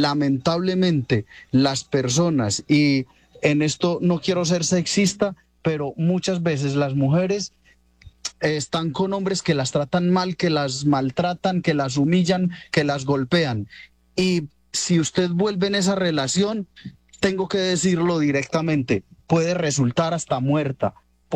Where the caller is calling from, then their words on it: Buenos Aires, Argentina; de Buenos Aires